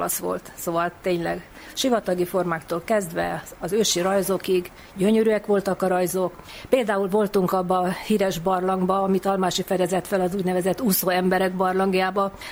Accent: Budapest, Hungary; born there; Budapesten születtem.

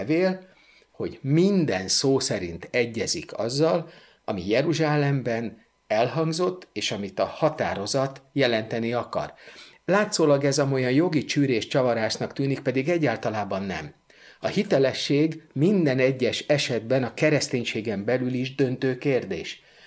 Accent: Újpest, Budapest, Hungary; Annak idején én Újpesten nevelkedtem, és volt egy csúnya mondás, ami azt jelenti, hogyha az állami áruháznál, ami Újpest centrumában volt, fékezett egy autó

